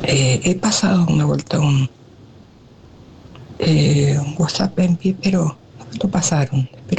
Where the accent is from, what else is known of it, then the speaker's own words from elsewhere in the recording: Bartolomé de las Casas, Formosa, Argentina; now in Formosa, Argentina; de Formosa Capital, pero mi pueblo natal, feliz de haber nacido ahí, Bartolomé de las Casas, provincia de Formosa, departamento Patiño.